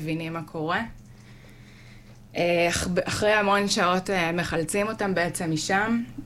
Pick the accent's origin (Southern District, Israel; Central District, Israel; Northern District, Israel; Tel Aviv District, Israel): Central District, Israel; Nachshon; בת 40. נולדתי בקיבוץ נחשון ואני גר שם עד היום.